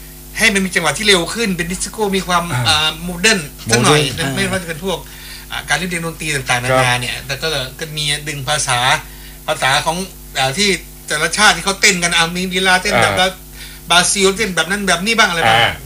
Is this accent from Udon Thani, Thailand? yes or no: yes; Udon Thani, Thailand; ผมก็อุดรเหมือนกัน